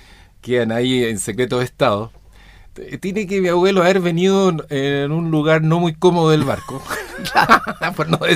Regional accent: Chile; amo Chile, pero también me siento italiano. Yo me siento italiano.

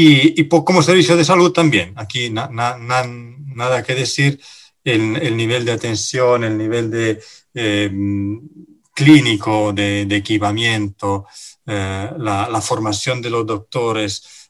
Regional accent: Italy; now in Chile; dueño era un italiano y ahí comimos un buen plato de pasta porque para que yo no extrañara demasiado mi tierra.

